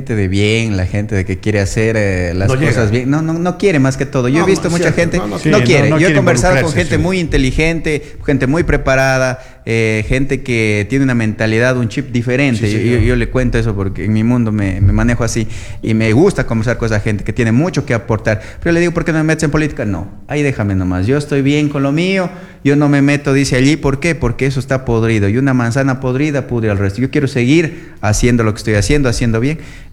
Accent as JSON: {"language": "Spanish", "region": "Loja", "country": "Ecuador", "said": "Yo vengo de un lugar muy lejano aquí a la ciudad de Loja, pero soy de Loja, de las afueras, digámoslo así."}